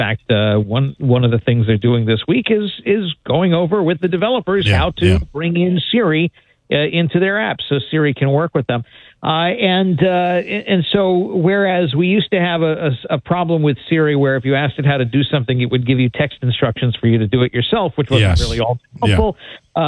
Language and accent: English; Hudson Valley, New York, United States; moved away; I grew up in the Hudson Valley.